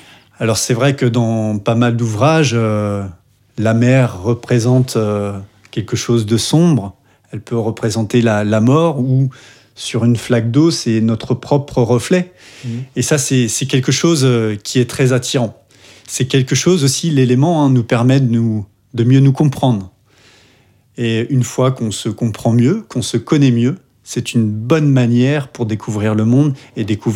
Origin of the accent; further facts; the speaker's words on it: Saint-Malo, Brittany, France; moved away as an adult; now in Le Conquet, France; je suis originaire de Saint-Malo.